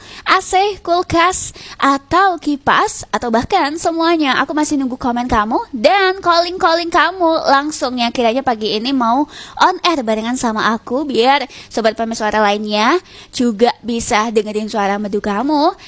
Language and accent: Indonesian; Lamongan, East Java, Indonesia; ada teman aku yang nanyain ketika habis kita perkenalan diri kalau kita dari Lamongan